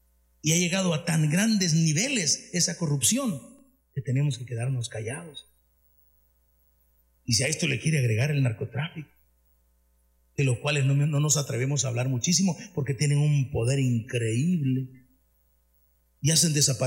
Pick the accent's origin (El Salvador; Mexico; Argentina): El Salvador; los salvadoreños somos acuciosos, los salvadoreños somos campeones, los salvadoreños somos indómitos